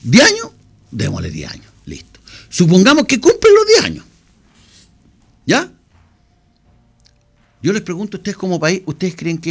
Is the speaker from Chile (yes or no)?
yes; Chile